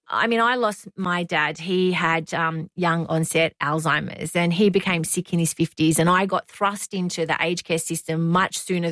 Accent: Wyong, New South Wales, Australia; I was the specialist mental health pharmacist at our local hospital in Wyong in my hometown.

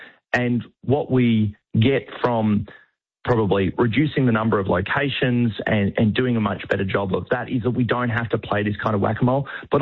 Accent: New South Wales, Australia; I'm from New South Wales

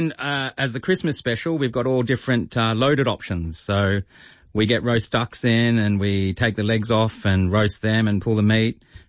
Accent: Australia; growing up in Australia

